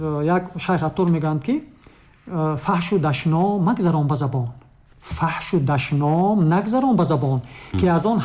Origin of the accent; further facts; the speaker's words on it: Tajikistan; ما تاجیکیم، تاجیکیم به این معنا که ملت خاصیم، زبان خاص داریم، نام و نسب خاص داریم